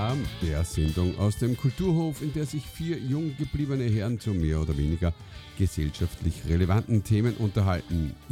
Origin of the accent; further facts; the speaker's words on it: Linz, Upper Austria, Austria; Ich bin natürlich in Linz geboren, wirklich, also von da, wo Kulturhof jetzt ist, 200 Meter weiter drüben.